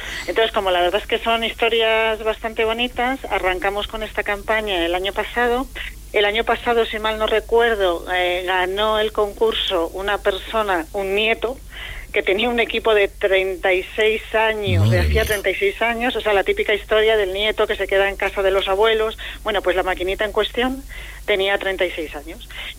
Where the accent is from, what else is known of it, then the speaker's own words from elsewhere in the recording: Madrid, Community of Madrid, Spain; accent: castizo; igual me notas el acento un poco castizo porque soy de Madrid o de Madrid Chamberí.